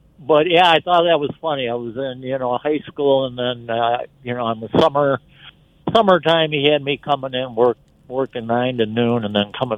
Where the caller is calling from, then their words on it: Freeport, Illinois, United States; I'm from Freeport, and we still have a separate franchise.